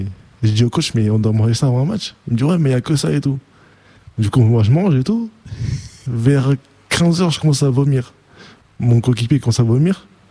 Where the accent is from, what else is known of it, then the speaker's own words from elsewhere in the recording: Spain; now in France; Et ouais, j'ai vécu toutes mes années là-bas, j'ai commencé le basket ici. Donc je suis espagnol, moi.